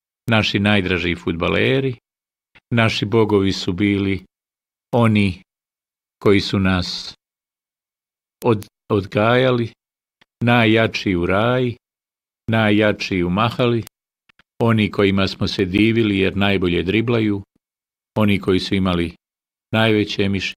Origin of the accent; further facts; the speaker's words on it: Mostar, Federation of Bosnia and Herzegovina, Bosnia & Herzegovina; Odrastao sam kasnije u Brankovcu, na Mazoljicama, mostarskim rubnim mahalama